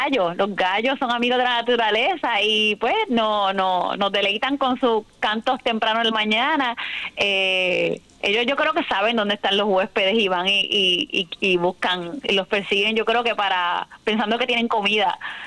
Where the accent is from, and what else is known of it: Puerto Rico